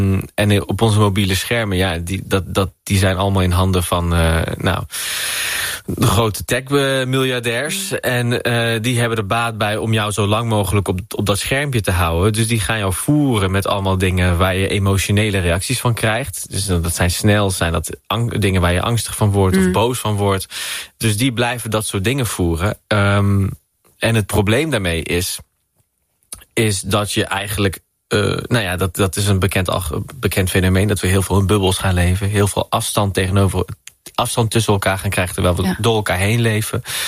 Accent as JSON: {"language": "Dutch", "country": "Netherlands", "said": "Toen denk ik, ja, maar ik ben ook Marokkaans. Ja. En ik ben Nederlander en ik ben het allebei."}